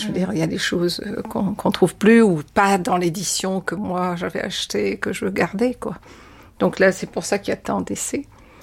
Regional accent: Réunion

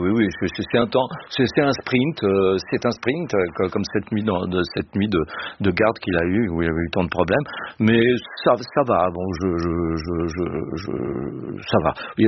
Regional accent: Le Havre, Normandy, France; Moi, je suis du Havre.

